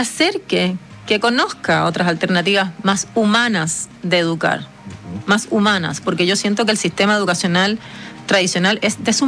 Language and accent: Spanish; Cuba; now in Chile; Yo soy cubana, cubana y chilena.